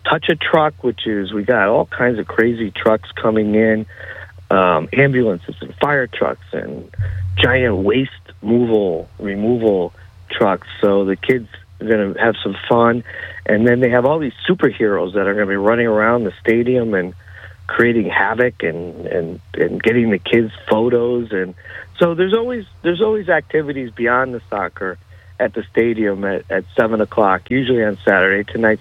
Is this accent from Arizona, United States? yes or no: no; Newington, Connecticut, United States; Newington, which is my hometown that my family's been in for about 70 years.